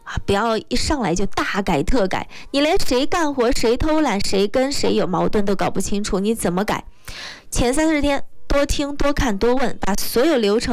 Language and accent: Chinese; China; 我们中国人说话特别喜欢用三来表示多次